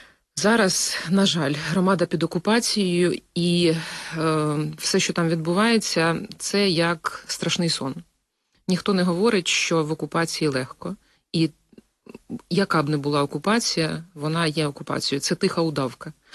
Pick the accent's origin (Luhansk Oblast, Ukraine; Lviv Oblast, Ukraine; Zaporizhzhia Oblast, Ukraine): Luhansk Oblast, Ukraine; first language Ukrainian; moved away as an adult; now in Kyiv, Ukraine; я зі Слобожанщини, це північ Луганщини, там, де завжди говорили українською мовою. Чому мені легко? Тому що я народилась в україномовній родині, і я благополучно говорила завжди з дитинства українською мовою.